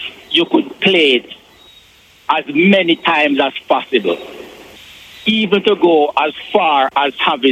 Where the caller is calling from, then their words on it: Jamaica; we call ourselves Jamaican, although we're blue-black.